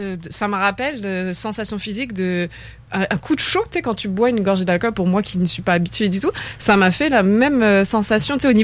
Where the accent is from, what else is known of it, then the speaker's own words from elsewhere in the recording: France; moved away; je viens de France